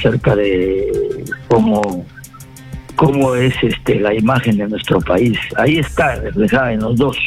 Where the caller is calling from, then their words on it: Peru; de Chilucano